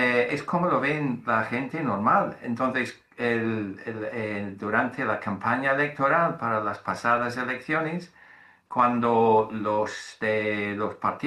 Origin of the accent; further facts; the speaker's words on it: United Kingdom; Spanish is a second language; Pero las elecciones que se celebró el jueves pasado en mi país eran locales en Inglaterra y en Gales y Escocia eran autonómicas.